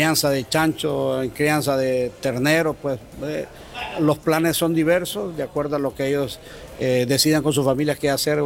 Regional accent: Honduras

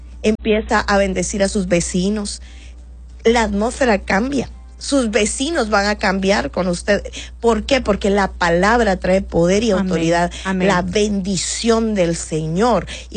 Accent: Honduras

